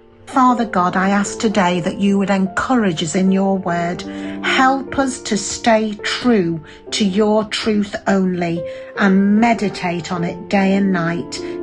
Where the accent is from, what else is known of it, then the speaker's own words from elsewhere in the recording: Leeds, Yorkshire and the Humber, United Kingdom; from Leeds